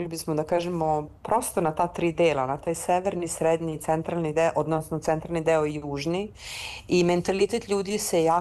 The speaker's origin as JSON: {"language": "Serbian", "region": "Belgrade", "country": "Serbia", "tie": "born or raised there"}